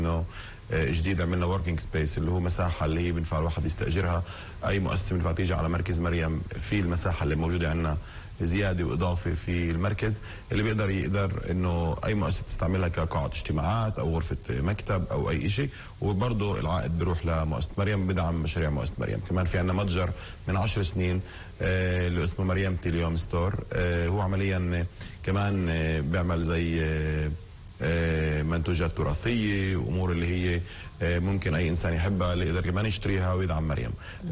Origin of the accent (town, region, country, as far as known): Palestine